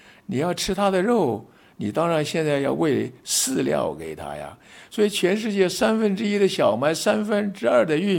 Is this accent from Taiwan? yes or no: no; China; 所以我们中国呀是世界生产猪第一大国，消费猪肉第一大国。